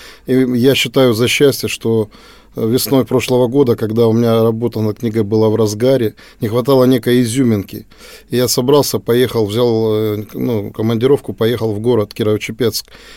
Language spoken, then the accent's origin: Russian; Rostov-on-Don, Rostov Oblast, Russia; дворцы открываются на моей родине, в Ростове-на-Дону, в моем родном городе, тоже открываются